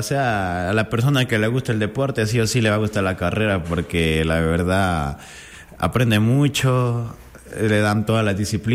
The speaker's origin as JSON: {"language": "Spanish", "region": "Loja", "country": "Ecuador", "said": "No, yo soy de aquí de Loja."}